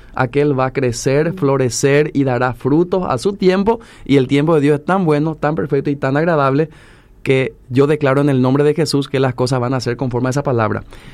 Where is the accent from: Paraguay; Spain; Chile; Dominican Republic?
Paraguay; Es algo que tenemos que hacer todos como ciudadanos paraguayos en este caso.